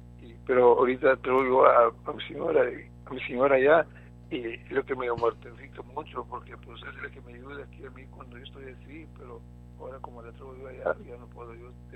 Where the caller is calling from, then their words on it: Palmview, Texas, United States; Palmview.